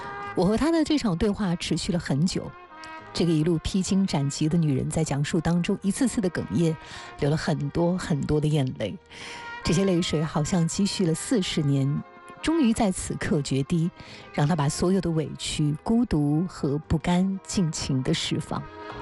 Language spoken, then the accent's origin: Chinese; Tongling, Anhui, China; 今天故事的主角来自于我的家乡安徽铜陵，